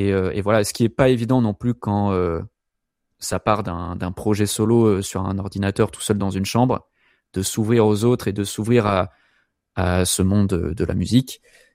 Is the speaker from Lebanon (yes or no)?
no; Montpellier, Occitanie, France; C'est ça. Donc … et moi, on est de Montpellier.